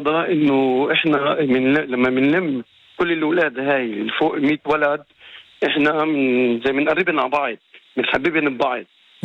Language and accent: Arabic; Acre, Northern District, Israel; عندنا بعكة